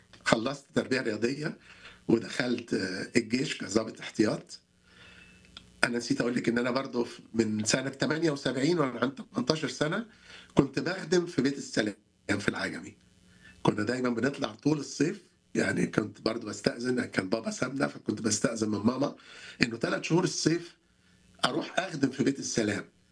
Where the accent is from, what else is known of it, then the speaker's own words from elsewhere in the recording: Egypt; هنا في مصر عندنا